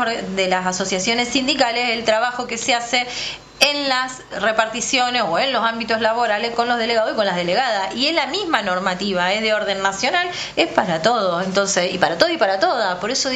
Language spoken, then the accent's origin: Spanish; Argentina; la identidad que nosotros tenemos como argentinos, como ciudadanos, como trabajadores.